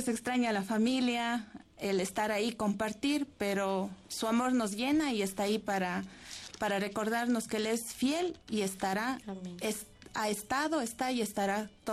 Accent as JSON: {"language": "Spanish", "town": "Azogues", "region": "Cañar", "country": "Ecuador", "moved": "as an adult", "lives_now": "Quito, Ecuador", "said": "fue más o menos hace unos 4 años. Cuando vine a esta ciudad acá, a Quito, yo soy de Azogues. Entonces, por motivos de trabajo, nos tocó salir con mi esposo acá."}